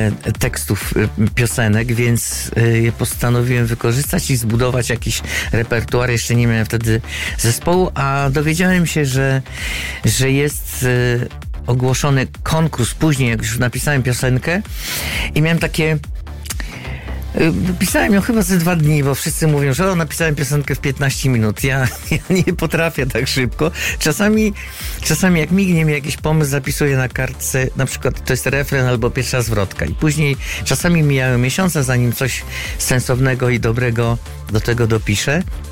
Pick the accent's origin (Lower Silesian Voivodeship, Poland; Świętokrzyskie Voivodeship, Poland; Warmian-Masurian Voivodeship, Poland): Warmian-Masurian Voivodeship, Poland; Węgorzewo; born there; also born or lived in Warsaw; now in Olsztyn, Poland